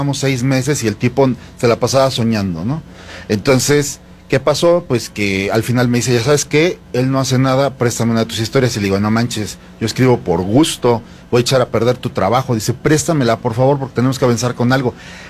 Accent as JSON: {"language": "Spanish", "country": "Mexico", "said": "Y somos los únicos mexicanos que han sido invitados a ese festival"}